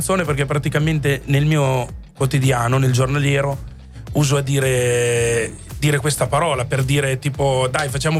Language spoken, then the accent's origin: Italian; Tortona, Piedmont, Italy; io sono piemontese di Tortona, provincia di Alessandria